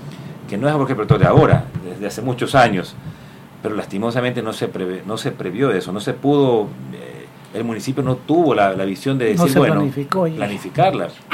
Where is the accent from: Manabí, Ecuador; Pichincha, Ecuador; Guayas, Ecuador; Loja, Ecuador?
Guayas, Ecuador; Guayaquil; somos los guayaquileños, pues.